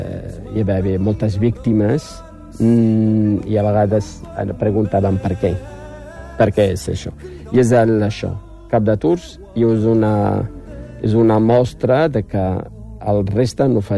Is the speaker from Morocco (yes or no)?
yes; Rif, Morocco; moved away; hi ha Rif, que és la zona d'on soc jo